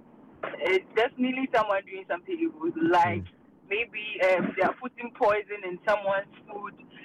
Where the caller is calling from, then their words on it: Lagos, Nigeria; I'm calling from Lagos.